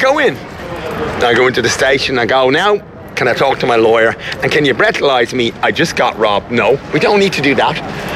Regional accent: Ireland; Look, Your Honour, I'm an Irish citizen. For God's sakes, I mean, I've done nothing wrong.

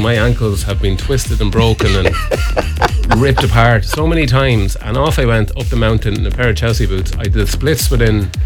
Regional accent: Westmeath, Leinster, Ireland

